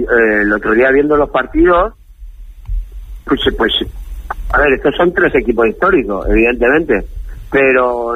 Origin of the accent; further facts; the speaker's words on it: Canary Islands, Spain; después de estar activo en el Ibarra, que es el equipo de mi pueblo, el equipo donde yo crecí, pues no me apetece mucho ir a los campos, la verdad.